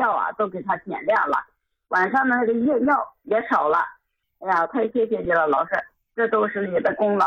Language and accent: Chinese; Harbin, Heilongjiang, China; 李老师，我家是哈尔滨的